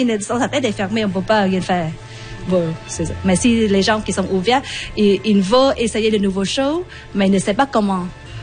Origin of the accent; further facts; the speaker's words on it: Vietnam; French is a second language; Je viens de Vietnam. Mais pour l'instant, je ne travaille pas. J'ai trois enfants.